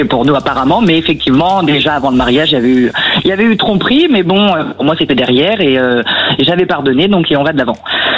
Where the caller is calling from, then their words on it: Île-de-France, France; moi, je viens de Seine-et-Marne.